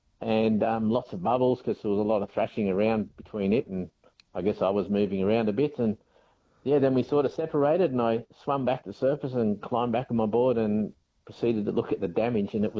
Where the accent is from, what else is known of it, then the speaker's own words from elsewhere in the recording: Australia; as most Aussie men, we all like to self-medicate with a few beers